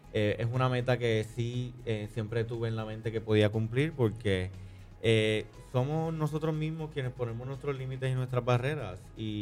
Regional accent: Fajardo, Puerto Rico; yo nunca olvido de dónde vengo. Soy producto de Fajardo, soy producto de una escuela vocacional.

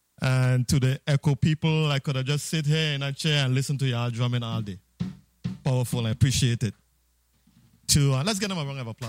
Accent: U.S. Virgin Islands; we here in the Virgin Islands

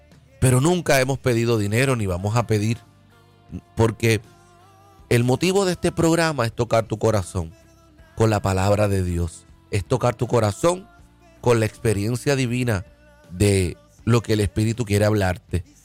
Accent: Puerto Rico

